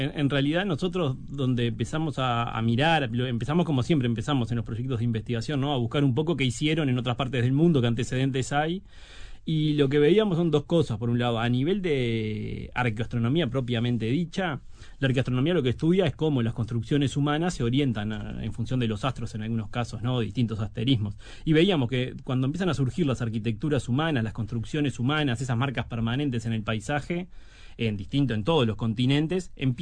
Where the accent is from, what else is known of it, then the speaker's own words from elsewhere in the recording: Uruguay; los pueblos originarios del este de nuestro país